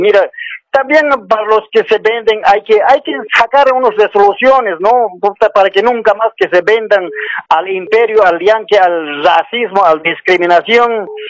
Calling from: Cochabamba, Bolivia; Estoy llamando del departamento de Cochabamba.

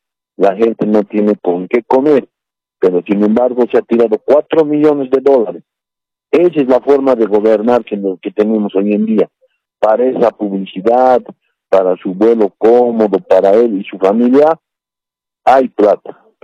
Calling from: El Alto, La Paz, Bolivia; de la ciudad de El Alto.

